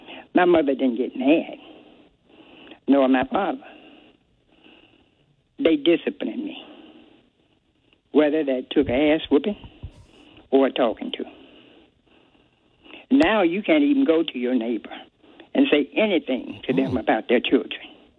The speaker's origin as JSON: {"language": "English", "region": "the South", "country": "United States", "tie": "born or raised there", "said": "And I'm from the South. I was raised to care about how I did things."}